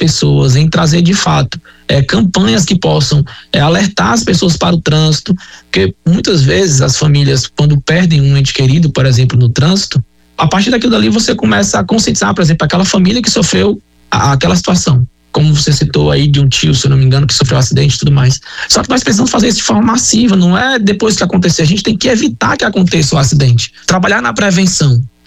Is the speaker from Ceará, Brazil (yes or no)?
yes; Fortaleza, Ceará, Brazil; born or raised there